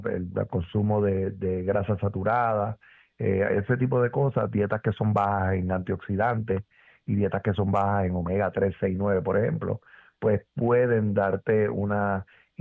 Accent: Puerto Rico; Los puertorriqueños tenemos una incidencia, somos los latinos, con la incidencia de cáncer de próstata más alto

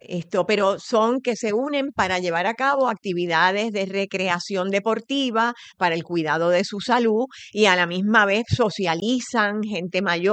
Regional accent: Río Piedras, Puerto Rico; yo vengo de Río Piedras

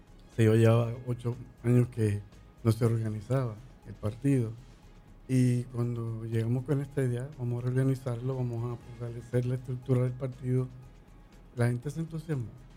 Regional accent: Ceiba, Puerto Rico; moved away; Yo amo mi pueblo y yo salí de Ceiba porque tenía que hacer una carrera y sacar a militar.

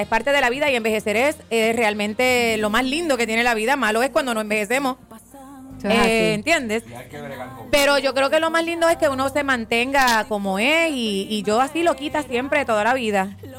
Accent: Fajardo, Puerto Rico; now in Virginia, United States; Yo soy producto de Escuela Pública de Fajardo, Puerto Rico.

